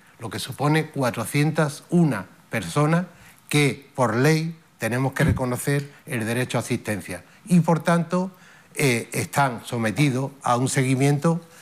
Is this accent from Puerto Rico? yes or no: no; Ceuta, Spain; somos gente de Ceuta, somos caballas